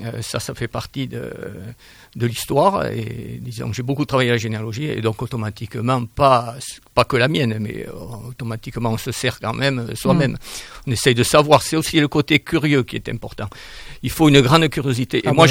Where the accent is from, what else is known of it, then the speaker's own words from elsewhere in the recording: Hermes, Nouvelle-Aquitaine, France; born there; moved away; je suis revenu, je suis pas toujours resté, mais je suis revenu, où je suis né, à Hermes.